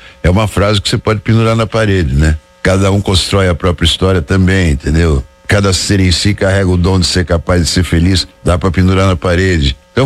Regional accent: Taubaté, São Paulo, Brazil; Eu fui criado numa cidade ao lado de Aparecida, que é Taubaté. Aparecida, eu assim, 15, 20 minutos estava em Aparecida, então tinha uma relação de presença na cidade muito grande.

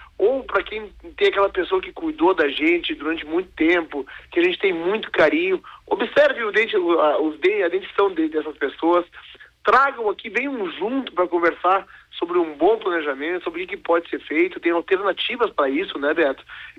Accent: Brazil; born there; Brasileiro, eu sou brasileiro nato, né?

